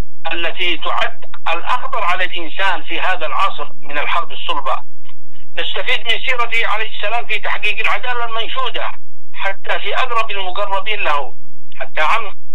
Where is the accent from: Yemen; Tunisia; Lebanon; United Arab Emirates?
Yemen; نحن أبناء اليمن الميمون